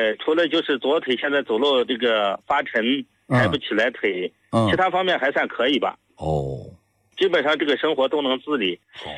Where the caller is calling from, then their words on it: Shenyang, Liaoning, China; 我是沈阳的一个听众。